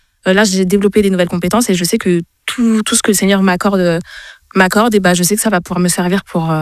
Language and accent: French; Île-de-France, France; Je viens de la région parisienne.